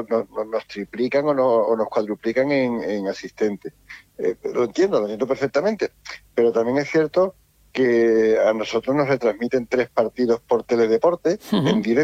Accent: San Fernando, Andalusia, Spain; now in Conil de la Frontera, Spain; yo no soy ni de Guadalcacín, yo soy un cañailla que vive en Conil

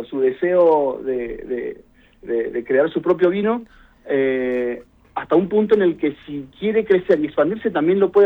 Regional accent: Mendoza, Argentina; Bueno, siendo mendocino, uno tampoco está tan lejos de eso, ¿no? Uno lo vive siempre.

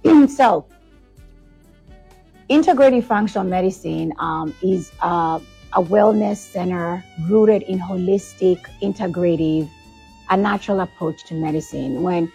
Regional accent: Kenya; now in Leesburg, Georgia, United States; Well, originally I'm from Kenya, born and raised, and then came to the U.S. many, many years ago.

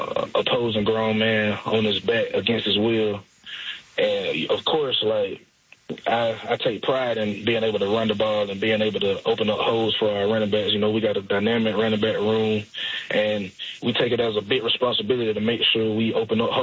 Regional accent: Georgia, United States; I'm originally from South Georgia, like

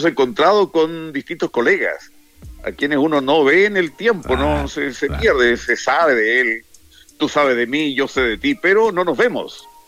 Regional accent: Melipilla, Santiago Metropolitan Region, Chile; born there; moved away; also born or lived in San Antonio / Valparaíso; Yo melipillano.

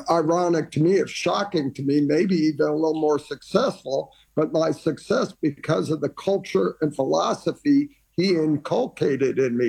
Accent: Iran; born or raised there

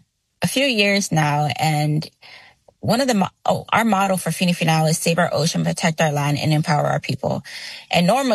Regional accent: Pago Pago, Eastern District, American Samoa; born or raised there; also born or lived in California, United States

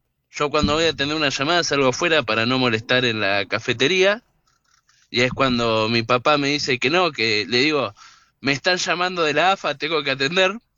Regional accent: Mar del Plata, Buenos Aires Province, Argentina; Sí, exactamente, justo somos de Mar del Plata, así que el Dibu es lo más claro.

